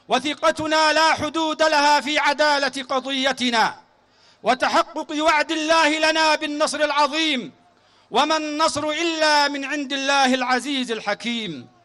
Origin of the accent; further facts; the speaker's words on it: Yemen; فنحن كشعب يمني أنفسنا وأرواحنا وحياتنا وأموالنا وما نملك فداءً لمكة المكرمة